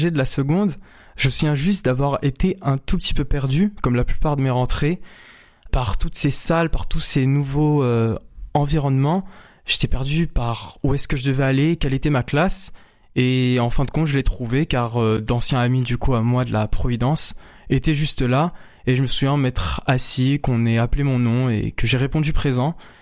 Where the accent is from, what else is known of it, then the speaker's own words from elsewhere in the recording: Montpellier, Occitanie, France; born there; also born or lived in Avignon / Le Pontet; Je suis pas exactement né à Montpellier, je suis né à Avignon. J'ai grandi là dans un petit village qui est Le Pontet, mais je suis venu à Montpellier très tôt, enfin vers mes 10 ans.